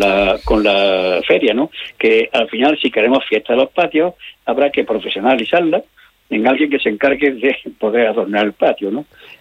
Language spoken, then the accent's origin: Spanish; Córdoba, Andalusia, Spain; Yo me crié en un patio en San Basilio.